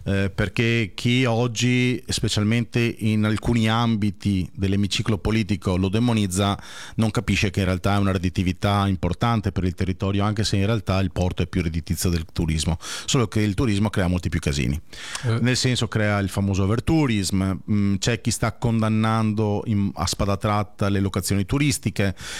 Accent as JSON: {"language": "Italian", "region": "Veneto", "country": "Italy", "said": "Cioè io da buon veneto devo per forza dire che i veneti non hanno obbligo"}